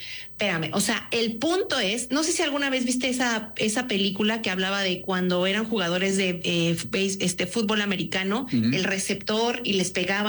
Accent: Mexico; me encanta ser mexicana.

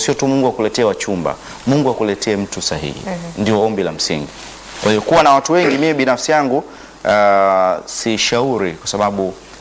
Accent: Songea, Ruvuma, Tanzania; moved away; Kule kwetu Songea wanasema mpaka Liamba.

